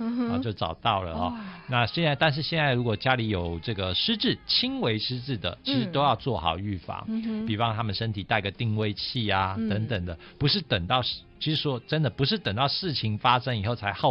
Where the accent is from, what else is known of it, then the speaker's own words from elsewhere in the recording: Taipei, Taiwan; 我们台北人可能、那是多远